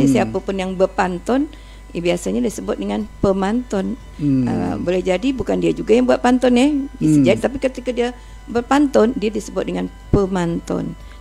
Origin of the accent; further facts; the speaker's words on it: Riau Islands, Indonesia; Mungkin daerah kita Melayu yang Kepulauan Riau bisa berbeda dengan daerah Melayu lainnya, tapi rata-rata mirip, hampir sama ya.